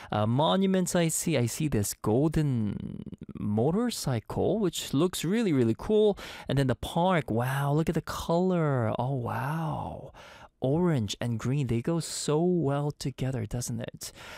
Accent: Kuala Selangor, Selangor, Malaysia; to brag about my hometown where I grew up, Kuala Selangor. We have historic hill, firefly sanctuary.

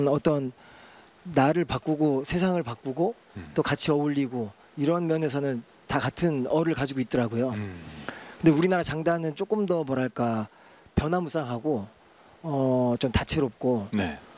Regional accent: South Korea; 그리고 아무래도 제가 한국 사람이니까 한국 사람으로서의 정체성이 있어야 세계 무대에서도 뭔가 진짜

